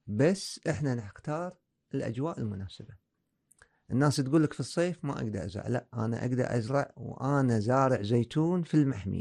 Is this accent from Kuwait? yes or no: yes; Kuwait; عندنا في الكويت،